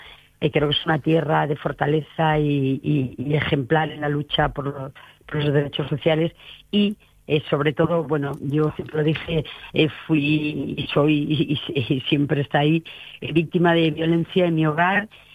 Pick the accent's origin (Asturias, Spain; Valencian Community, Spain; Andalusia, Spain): Asturias, Spain; moved away as an adult; yo me fui de Asturias como todas mis hermanas y mi madre, sin desearlo, sin quererlo, huyendo de la violencia